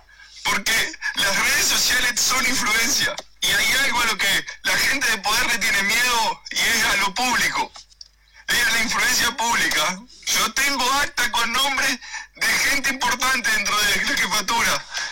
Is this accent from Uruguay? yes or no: yes; Melo, Cerro Largo, Uruguay; now in Canelones, Uruguay; mándenme a mi pueblo, mándenme a Melo